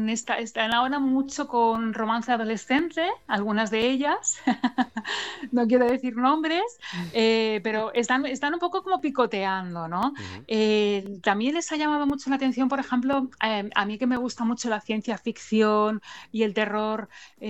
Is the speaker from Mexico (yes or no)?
no; Andratx, Balearic Islands, Spain; Sí, mi pueblo. Es que además me encanta mi pueblo y volverá a salir Andratx también.